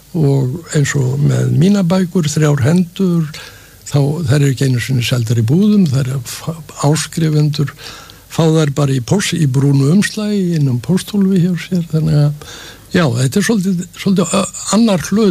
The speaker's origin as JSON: {"language": "Icelandic", "region": "Capital Region", "country": "Iceland", "tie": "born or raised there", "said": "ég kem úr þann með umhverfi ég ólst upp á Bergstaðastrætinu við svona frekar mikla fátækt sem þar var og og pabbi var olíubílstjóri og mamma var alltaf heima"}